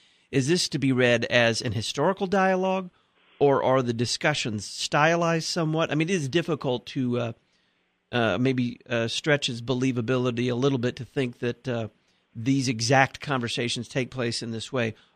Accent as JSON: {"language": "English", "region": "Texas", "country": "United States", "said": "Texas, my home state."}